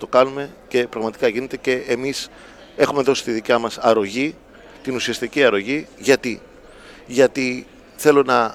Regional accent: Greece; Χαίρομαι πάρα πολύ που βρίσκομαι στη Θεσσαλονίκη. Χαίρομαι πάρα πολύ που βρίσκομαι στη Βόρεια Ελλάδα

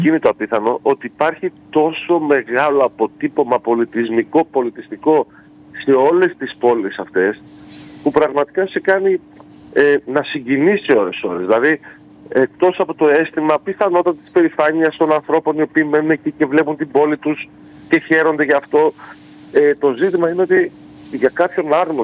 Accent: Greece; σαν Έλληνας πολίτης

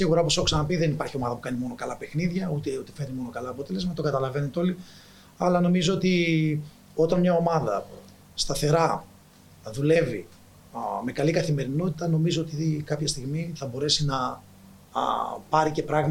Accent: Northern Greece, Greece; αν και εγώ είμαι από την Βόρεια Ελλάδα

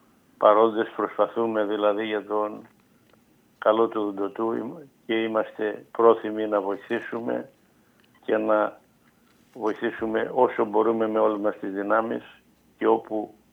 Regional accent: Zachlorou, West Greece, Greece; για το χωριό μου, για τη Ζαχλωρού

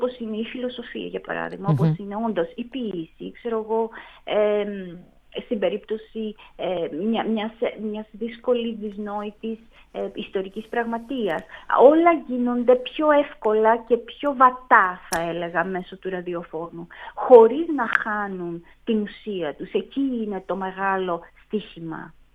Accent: Xanthi, Eastern Macedonia and Thrace, Greece; Εγώ μεγάλωσα στην Ξάνθη, στη Σταυρούπολη είναι. Η Σταυρούπολη είναι το χωριό της γιαγιάς μου.

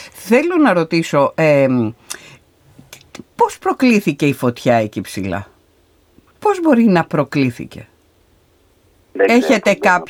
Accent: Mesta, North Aegean, Greece; born there; στο χωριό μου, εκεί που γεννήθηκα, στα μεστά της Χίου.

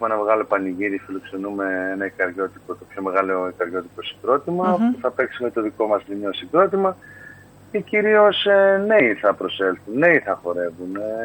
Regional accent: Lemnos, North Aegean, Greece; να τιμήσω τον τόπο μου

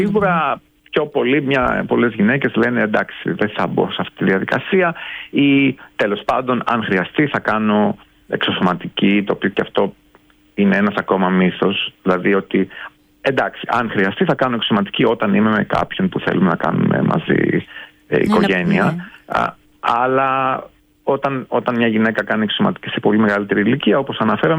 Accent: Greece; moved away as an adult; also born or lived in London, United Kingdom; όταν τους έλεγα ότι είμαι από την Ελλάδα

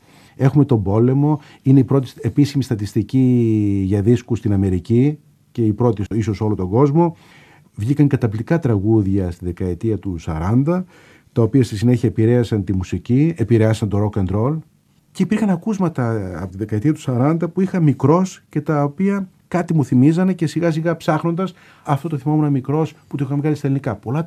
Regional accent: Thessaloniki, Central Macedonia, Greece

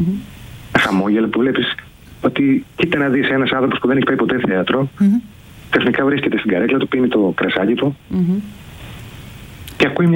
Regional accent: Greece; σαν Έλληνες, σαν κουλτούρα τέλος πάντων.

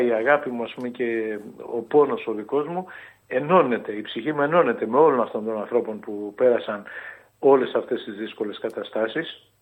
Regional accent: Kefalonia, Ionian Islands, Greece; εγώ που είμαι Κεφαλονίτης, αλλά... που δεν αισθάνομαι μόνο Κεφαλονίτης, αισθάνομαι βαθύτατα Έλληνας

